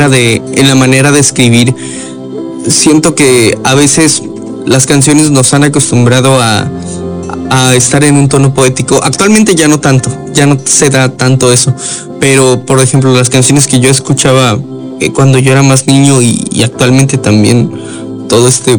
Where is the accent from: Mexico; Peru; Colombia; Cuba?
Mexico; Chiapas; decir con todo el orgullo que le tengo a mis lados, a mi estado, soy de Chiapas.